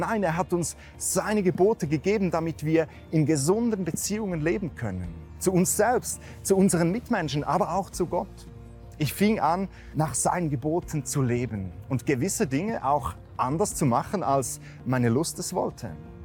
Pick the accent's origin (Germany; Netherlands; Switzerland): Switzerland; Bei uns in der Schweiz gibt es ein Gesetz, dass man auf der Autobahn maximal 120 fahren darf.